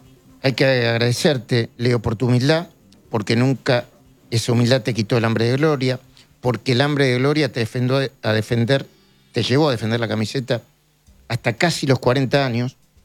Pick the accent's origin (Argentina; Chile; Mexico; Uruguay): Argentina